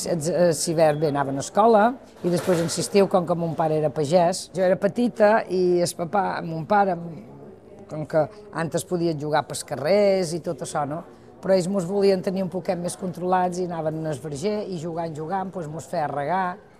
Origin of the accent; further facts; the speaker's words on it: Mahón, Balearic Islands, Spain; vaig néixer dia 6 de gener de 1960. Vaig néixer a Maó junt amb un germà. Jo som melliza.